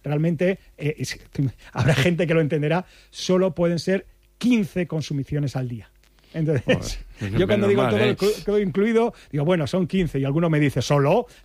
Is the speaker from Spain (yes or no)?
yes; Spain; Y yo, como soy español, es un barco que han hecho para los españoles.